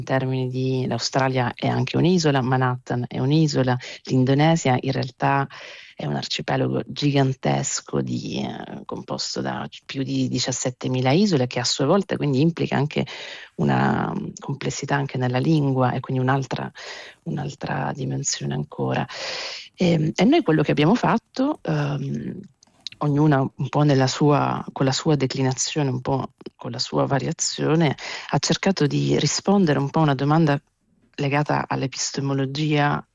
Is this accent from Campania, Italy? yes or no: no; Sicily, Italy; Io vengo dalla Sicilia